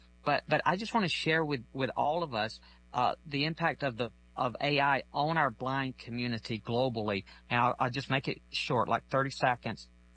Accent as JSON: {"language": "English", "region": "Alabama", "country": "United States", "said": "I am from Alabama"}